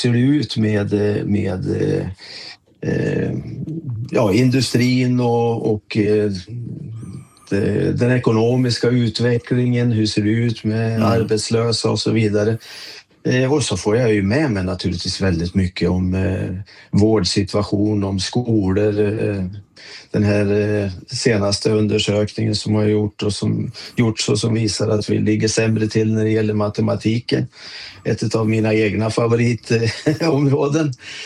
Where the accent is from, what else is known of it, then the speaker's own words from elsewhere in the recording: Sweden; För det första därför att jag är svensk.